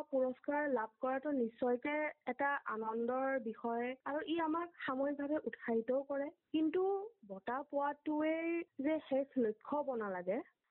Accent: Guwahati, Assam, India; মই গুৱাহাটীৰ বাসিন্দা

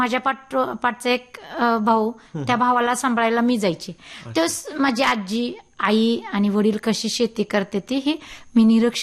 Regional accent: Ashti, Maharashtra, India; माझं लहानपण आष्टी रंगारेची आष्टी माझं माहेर आहे, तालुका मोहोळ जिल्हा सोलापूर.

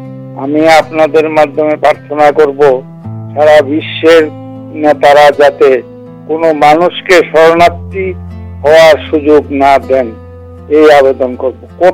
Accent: Agartala, Tripura, India; born there

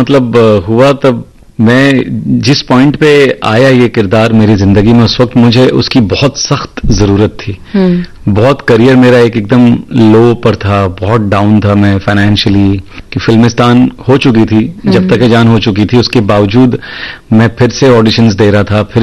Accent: Mumbai, Maharashtra, India; तो मैंने बोला मैं मुंबई में पला बड़ा हूं, मराठी बोल लेता हूं।

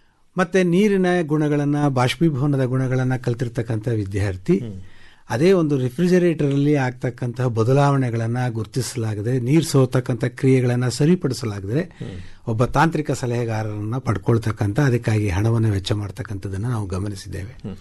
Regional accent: Mandya district, Karnataka, India; ನಾನು ಮೂಲತಃ ಮಂಡ್ಯ ಜಿಲ್ಲೆಯ ನಿವಾಸಿ

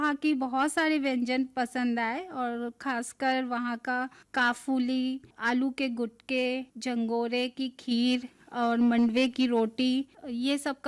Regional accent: Chhattisgarh, India; हम तो छत्तीसगढ़ से हैं और वहाँ का क्लाइमेट अलग है

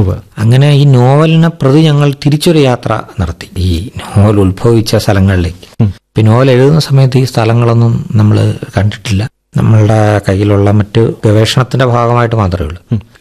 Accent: Kerala, India

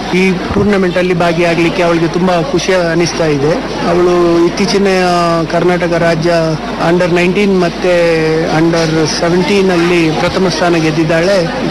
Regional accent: Mangalore, Karnataka, India; ನಾನು ಮಂಗಳೂರಿಂದ ಬಂದಿದ್ದೀನಿ.

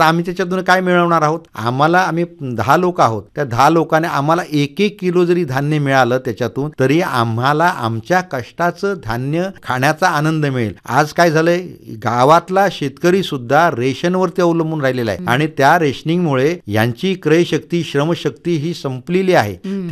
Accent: Maharashtra, India; born there

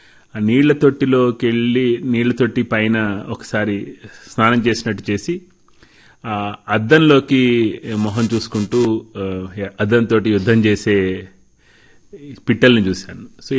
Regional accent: Mahbubnagar, Telangana, India; చిన్నప్పుడు నేను మహబూబ్ నగర్లో నా చిన్నతనం, నా చదువు చిన్నప్పుడు పాఠశాలలో చదువు కూడా అక్కడ జరిగింది.

